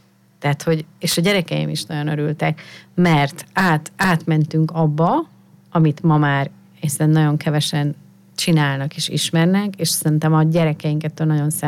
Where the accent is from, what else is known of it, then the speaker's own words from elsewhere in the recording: Miskolc, Borsod-Abaúj-Zemplén, Hungary; Tehát én Miskolcról származom, ugye Észak-Kelet-Magyarország, nagyon pici hely